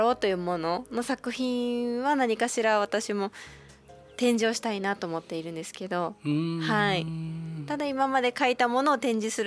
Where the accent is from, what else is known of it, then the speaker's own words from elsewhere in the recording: Makinohara, Shizuoka, Japan; 先日私の地元の静岡県牧之原市が台風の被害があって